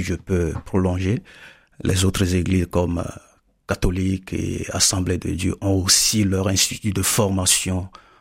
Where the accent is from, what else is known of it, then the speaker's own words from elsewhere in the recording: Togo; moved away as an adult; now in Montpellier, France; Je suis originaire du Togo, pasteur de l'église évangélique presbytérienne du Togo et en formation ici en France à l'Institut protestant de théologie, faculté de Montpellier depuis 2022.